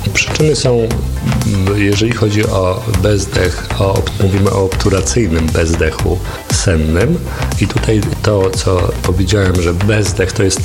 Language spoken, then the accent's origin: Polish; Warsaw, Masovian Voivodeship, Poland; born there; Urodziłem się w Warszawie, studia skończyłem w Warszawie, pracuję.